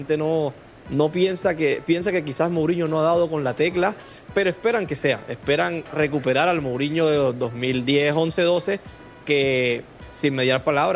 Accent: Colombia; como colombiano lo sufrí en Copas Américas, eliminatorias Conmebol, mundiales

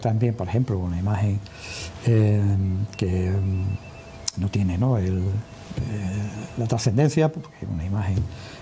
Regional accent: Cádiz, Andalusia, Spain; moved away as an adult; now in Seville, Spain; Llevo muchísimos años aquí en Sevilla. Es decir, me alegro de sentirme también gaditano

